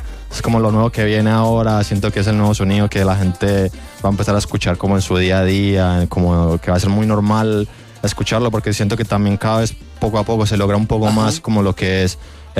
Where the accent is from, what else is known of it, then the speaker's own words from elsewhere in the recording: Colombia; yo soy de Colombia